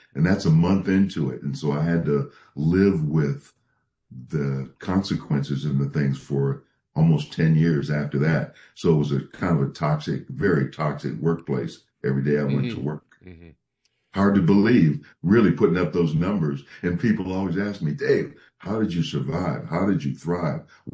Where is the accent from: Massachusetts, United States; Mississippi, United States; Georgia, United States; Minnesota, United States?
Minnesota, United States; The Vikings, my hometown, drafted me, thought I could be a tight end, catch some passes from Fran Tarkenton.